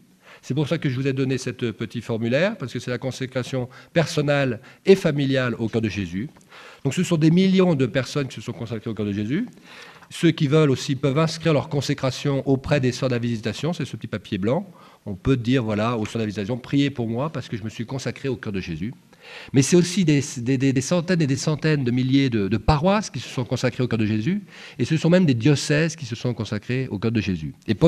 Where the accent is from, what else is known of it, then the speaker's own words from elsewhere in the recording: France; je suis, comme la plupart d'entre vous, je suis français pour la plupart, pas tous, hein